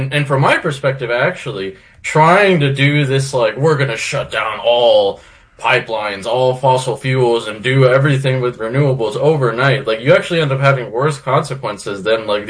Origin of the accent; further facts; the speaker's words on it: Florida, United States; now in Fort Lauderdale, United States; We're from Florida. I've always lived 15 minutes from the beach. I'm in Fort Lauderdale